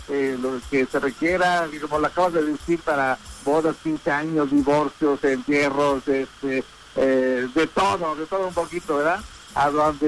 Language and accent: Spanish; Guadalupe Victoria, Puebla, Mexico; directamente desde Guadalupe Victoria, Puebla. Aquí estamos, somos poblanos totalmente. Ah, pero también te traigo sangre oaxaqueña, porque tengo familias, mi papá es de Calcatongo, Oaxaca, ahí por la Mixteca, desde allá.